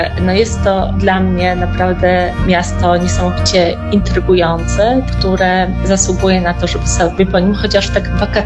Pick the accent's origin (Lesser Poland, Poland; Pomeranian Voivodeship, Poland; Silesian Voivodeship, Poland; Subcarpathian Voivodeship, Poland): Lesser Poland, Poland; Kraków; now in Warsaw, Poland; a jestem z pochodzenia krakowianką, a od wielu lat mieszkam w Warszawie